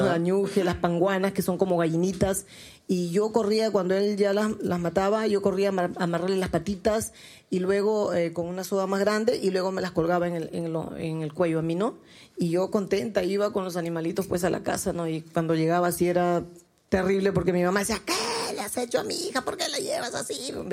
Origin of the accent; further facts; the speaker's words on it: Puerto Maldonado, Madre de Dios, Peru; Llegué al hotel y me puse a componer … ¿no? Puerto Maldonado, te extraño, mi tierra.